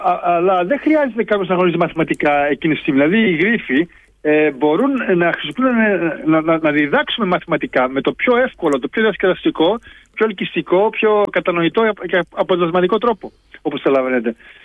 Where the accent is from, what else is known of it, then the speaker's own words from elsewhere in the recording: Kastellorizo, South Aegean, Greece; born there; moved away as an adult; also born or lived in Australia / Rhodes / Crete; Γεννήθηκα Αυστραλία βέβαια, αλλά 6 χρόνια ήμουν πίσω εδώ, σε θεραπεία σχόλη, στο δημοτικό, στο Καστελόριζο. Οπότε μεγάλωσα μεταξύ Καστελόριζου και Ρόδου μετά, πανεπιστήμιο στην Κρήτη, επέστρεψα στην Αυστραλία.